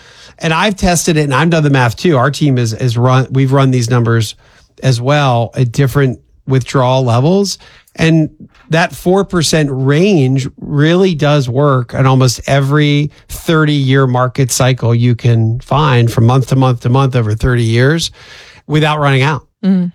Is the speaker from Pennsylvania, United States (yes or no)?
yes; Pennsylvania, United States; I'm from Pennsylvania, and there's a phrase that was very often said growing up